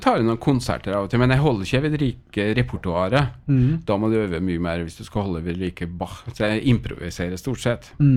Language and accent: Norwegian; Frei, Møre og Romsdal, Norway; Hjemme på Frei, ja.